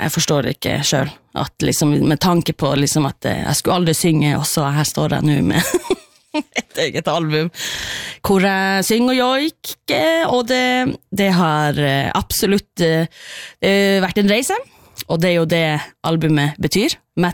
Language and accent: Norwegian; Karasjok, Finnmark, Norway; jeg vokste opp I Karasjok, og selvfølgelig, alle på barneskolen jo, liksom, skal jo joike en eller annen gang I løpet av livet.